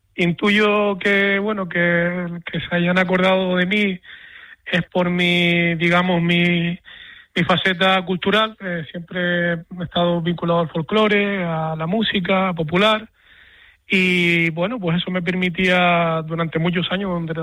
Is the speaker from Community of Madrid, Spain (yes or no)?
no; Fuerteventura, Canary Islands, Spain; es mi pueblo, es mi isla y también es mi pueblo en el que me crié.